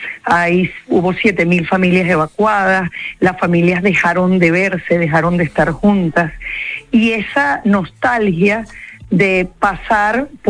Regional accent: Venezuela; yo vengo de Venezuela, de superar un deslave, una vaguada

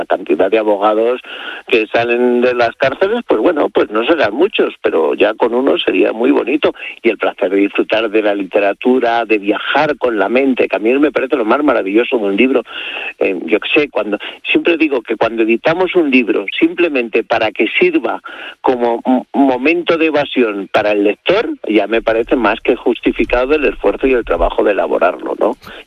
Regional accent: Madrid, Community of Madrid, Spain; Yo siempre digo que el Escorial, a los que somos de Madrid, como está aquí al lado, no lo valoramos.

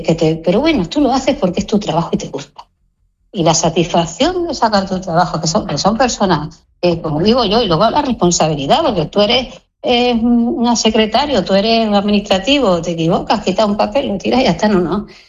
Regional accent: Ceuta, Spain; Nosotros somos españoles. Tanto Ceuta como Melilla y independientemente de la creencia religiosa, nuestros vecinos, ¿no? ¿Qué digo yo? Nuestra población caballa, mayoritariamente es musulmana y cristiana

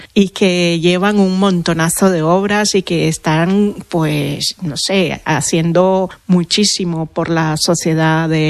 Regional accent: León, Nicaragua; born there; Sí, sí, yo soy nacida en León, pero en León de Nicaragua.

